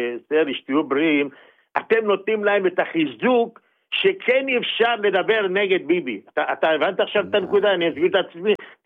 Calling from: Tel Aviv, Tel Aviv District, Israel; מתל אביב, אתה זוכר אותי.

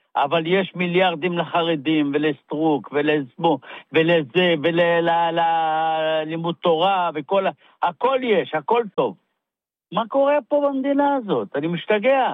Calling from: Rishon LeZion, Central District, Israel; אני מראשון.

